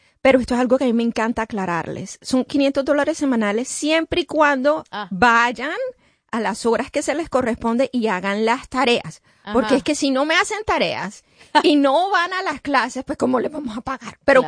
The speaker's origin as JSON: {"language": "Spanish", "country": "Colombia", "said": "yo soy colombiana"}